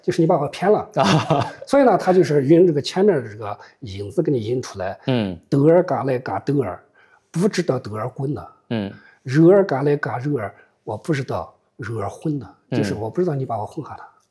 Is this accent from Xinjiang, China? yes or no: yes; Xinjiang, China; 咱们新疆